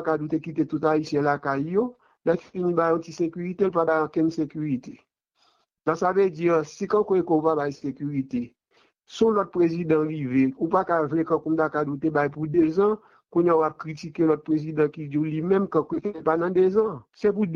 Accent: Haiti; On est haïtien, ce n'est pas chita qui n'a pas un paquet de monde.

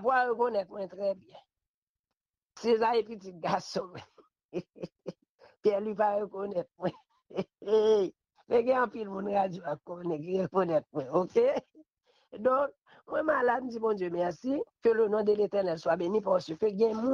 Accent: Haiti; je voulais nous être ensemble en tant qu'Haïtien

